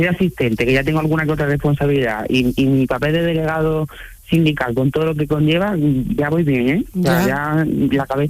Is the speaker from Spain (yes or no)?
yes; Córdoba, Andalusia, Spain; born there; also born or lived in Sevilla / Granada; now in Málaga, Spain; yo soy nacido en Córdoba. Entonces, pues, en mi ciudad, evidentemente, en Sevilla, en Granada y en Málaga, que es donde estoy a día de hoy viviendo y trabajando.